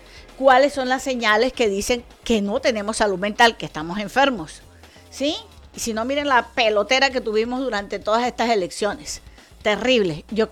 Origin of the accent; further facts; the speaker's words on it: Colombia; Para recordarnos que somos colombianos, que somos un solo país